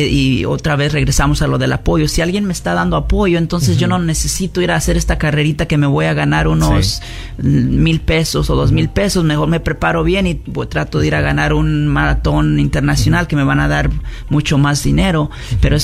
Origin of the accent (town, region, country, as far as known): Mexico; moved away